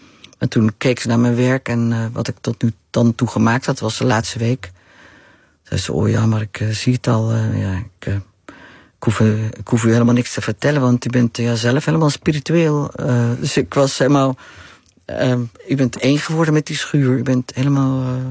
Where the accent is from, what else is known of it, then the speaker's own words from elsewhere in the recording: Drenthe, Netherlands; born there; Ik ben geboren in Drenthe.